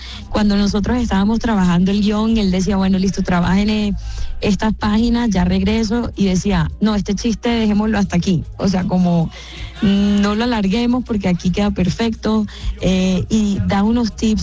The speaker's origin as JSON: {"language": "Spanish", "country": "Colombia", "said": "muchos colombianos"}